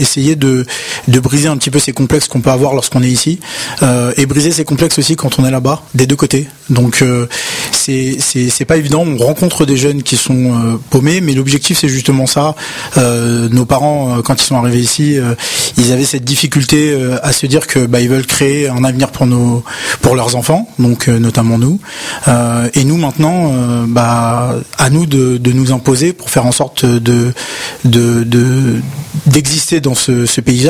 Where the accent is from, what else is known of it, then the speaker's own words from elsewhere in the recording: France; born there; moi qui suis né en France